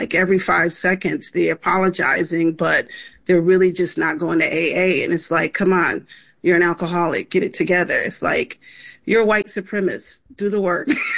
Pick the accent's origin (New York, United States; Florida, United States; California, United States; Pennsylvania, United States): New York, United States; Rochester; I'm just ready to have a blackety-black show in Rochester, my hometown.